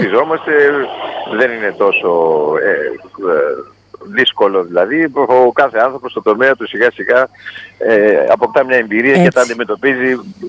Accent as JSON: {"language": "Greek", "town": "Serres", "region": "Central Macedonia", "country": "Greece", "tie": "born or raised there", "moved": "yes", "lives_now": "Athens, Greece", "said": "τώρα στην πατρίδα μου, που για πρώτη φορά είναι όμορφο αυτό. Πάντα όταν έρχομαι σε αίρες νιώθω ιδιαίτερα. Λογικό, πολύ λογικό. Εκεί μεγάλος άλλωστε. Έχω βιώματα έντονα."}